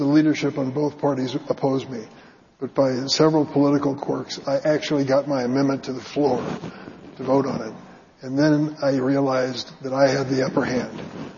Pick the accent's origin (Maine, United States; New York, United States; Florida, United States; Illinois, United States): Illinois, United States; East St. Louis; When I was growing up in East St. Louis, Illinois, my father got sick with lung cancer.